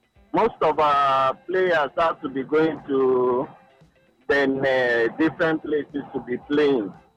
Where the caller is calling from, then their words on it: Lagos, Nigeria; I'm calling in from Lagos.